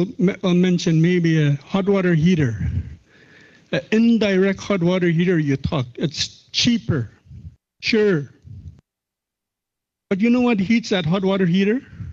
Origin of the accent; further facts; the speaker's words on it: Fort Good Hope, Northwest Territories, Canada; I'm from Fort Good Hope.